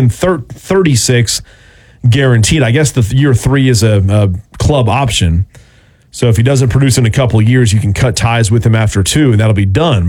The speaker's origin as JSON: {"language": "English", "town": "Atlanta", "region": "Georgia", "country": "United States", "tie": "born or raised there", "said": "He plays for my hometown Atlanta Falcons."}